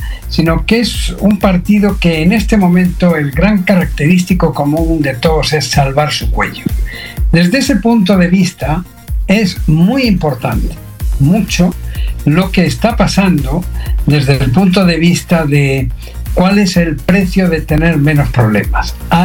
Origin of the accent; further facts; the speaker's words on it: Spain; los españoles tenemos el entrenamiento de luchar con el calor porque somos el sur de Europa, una zona mucho más caliente.